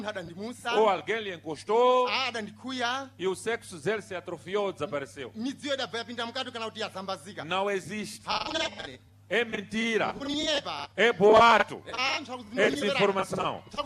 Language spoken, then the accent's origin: Portuguese; Mozambique